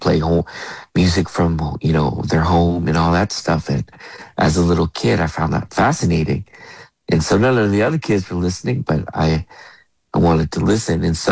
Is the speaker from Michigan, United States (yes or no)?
no; Berkeley, California, United States; You know, I always say that I was born and raised in the island of Berkeley, California. And it's truly an island. But my parents came from Hawaii.